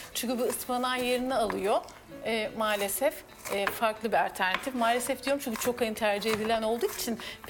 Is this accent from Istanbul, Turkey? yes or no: no; Gemlik, Bursa, Turkey; Benim annem Gürcü. Biz Gemlik Bursa'dan geliyoruz bu arada.